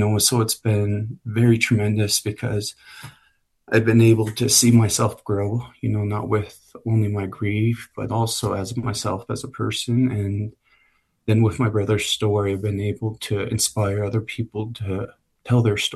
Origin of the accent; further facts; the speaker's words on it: Montana, United States; growing up on the Blackfeet Reservation and then also losing my brother there on the Blackfeet Reservation